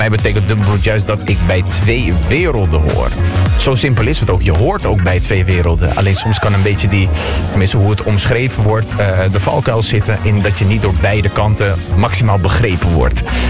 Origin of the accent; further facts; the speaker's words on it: Netherlands; We zijn allemaal gewoon geboren en getogen in Nederland. We zijn officieel gewoon Nederlander, hè?